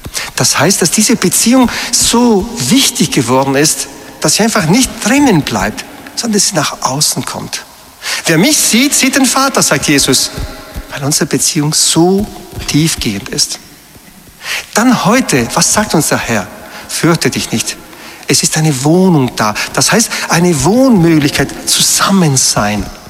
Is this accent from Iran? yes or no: yes; Iran; moved away; Ich denke, ich bin ein Iraner